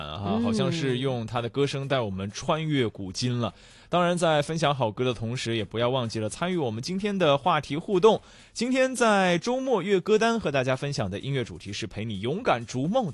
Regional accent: China; 我们中国人

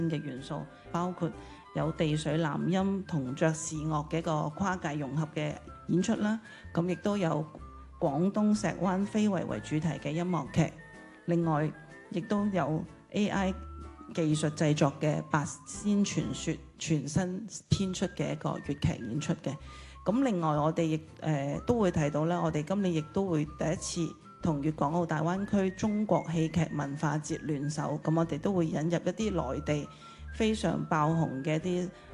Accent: Macau

